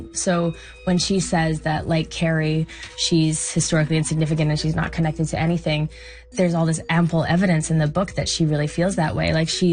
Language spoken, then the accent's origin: English; Alberta, Canada; I'm from Alberta, by the way.